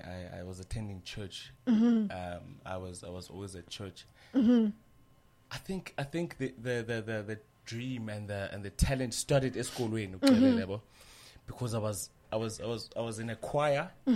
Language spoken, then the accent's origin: English; Queenstown, Eastern Cape, South Africa; I'm from Queenstown. Thank you for that. I'm all the way from Queenstown, and I grew up in a musical background.